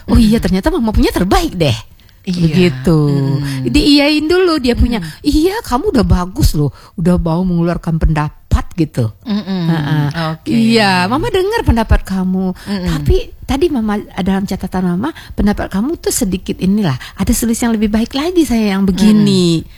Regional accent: West Sumatra, Indonesia; Kita ini ya, adalah manusia yang religius, kita orang Minang.

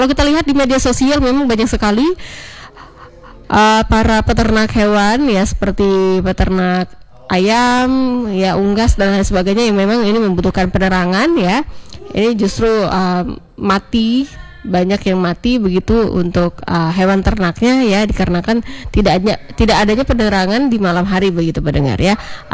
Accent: North Sumatra, Indonesia; untuk kita warga Sumatera Utara

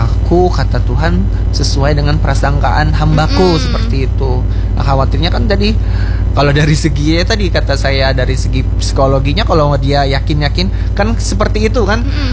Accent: Banjar, South Kalimantan, Indonesia; dari budaya kita Banjar ini

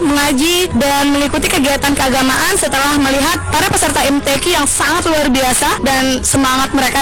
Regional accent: West Nusa Tenggara, Indonesia; saya berasal dari Lombok Barat.

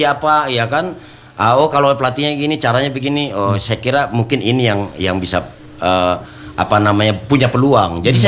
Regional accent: Papua, Indonesia; Saya dulu waktu Persipura main di Papua, saya dari Papua, saya nonton sambil denger radio pak.

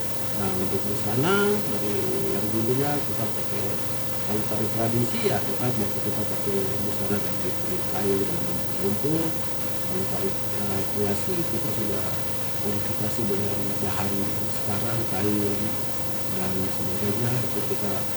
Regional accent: Papua, Indonesia; itu kan tujuannya untuk memperkenalkan wilayah saya Papua ya, dengan keindahan ya alam yang ada lewat cendrawasi

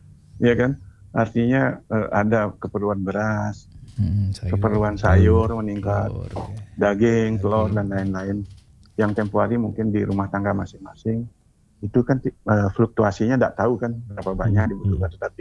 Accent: Bangli, Bali, Indonesia; moved away; kampung saya di Bangi

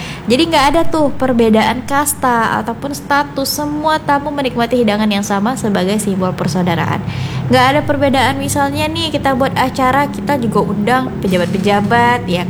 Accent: Riau Islands, Indonesia; kita orang Melayu Natuna

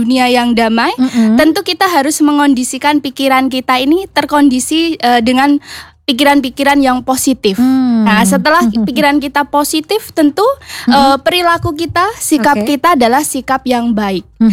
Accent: Pati, Central Java, Indonesia; Saya berasal dari Pati, Kak.

